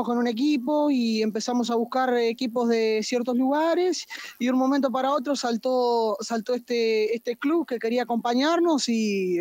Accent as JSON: {"language": "Spanish", "region": "Canelones", "country": "Uruguay", "said": "Yo soy de Canelones."}